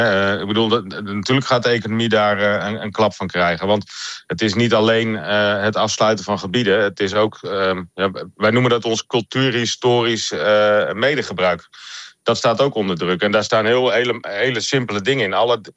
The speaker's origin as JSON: {"language": "Dutch", "town": "Vlieland", "region": "Friesland", "country": "Netherlands", "said": "ik kom van Vlieland."}